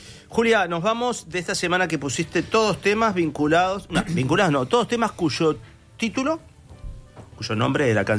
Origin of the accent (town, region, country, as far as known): Montevideo, Uruguay